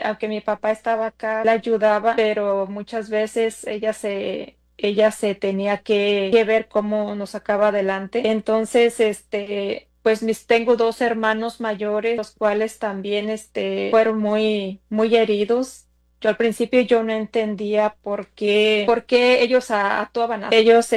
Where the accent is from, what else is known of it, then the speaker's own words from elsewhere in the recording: Jalisco, Mexico; now in Moline, United States; Pertenezco a la comunidad de Moline, Illinois. Soy de México, del estado de Jalisco.